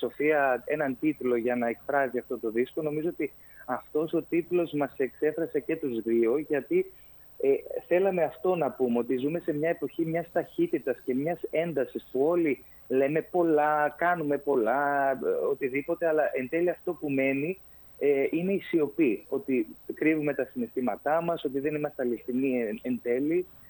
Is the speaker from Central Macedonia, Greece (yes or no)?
yes; Thessaloniki, Central Macedonia, Greece; Είμαι από τη Θεσσαλονίκη, οπότε όλες αυτές οι πόλεις είναι στην καρδιά μου